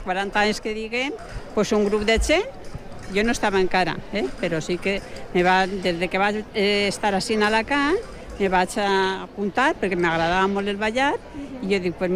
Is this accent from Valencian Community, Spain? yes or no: yes; Valencia, Valencian Community, Spain; now in Alicante, Spain; Jo per qüestió de treball me va vindre, jo sóc de València capital, me va vindre així